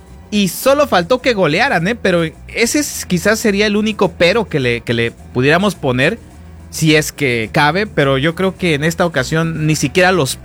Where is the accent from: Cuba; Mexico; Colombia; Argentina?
Mexico; Todos somos mexicanos